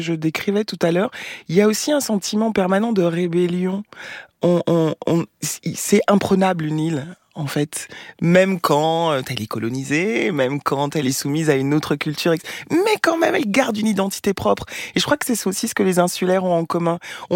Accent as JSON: {"language": "French", "region": "Guadeloupe", "country": "France", "said": "moi je suis donc de la Guadeloupe aussi, c'est un archipel"}